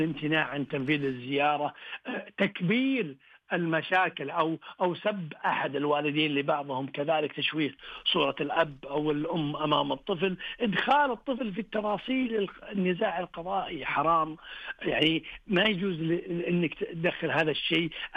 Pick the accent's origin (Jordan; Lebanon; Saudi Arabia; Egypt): Saudi Arabia; وعندنا في المملكة العربية السعودية